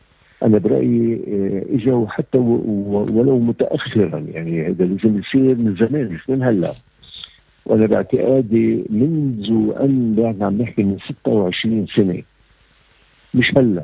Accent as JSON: {"language": "Arabic", "country": "Lebanon", "said": "بس نحن كلبنانيين معنيين بهذا البلد."}